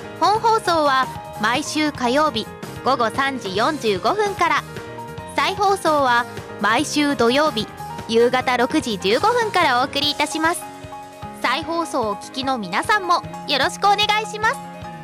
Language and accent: Japanese; Ishinomaki, Miyagi, Japan; now in Tokyo, Japan; 実は私、東京に上京しておりました。実は地元の石巻を離れるのが初めてで、一人暮らしも初めてなんですけれども